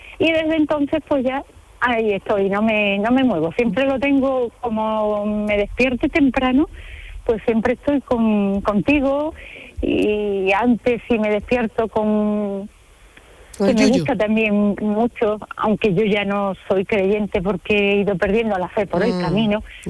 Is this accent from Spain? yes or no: yes; San Fernando, Andalusia, Spain; Pero voy a San Fernando, que es mi pueblo, y estoy haciendo historia del arte, el segundo curso.